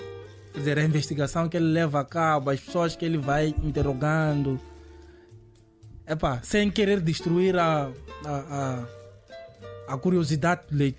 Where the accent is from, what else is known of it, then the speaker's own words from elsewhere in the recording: Mozambique; nós como moçambicanos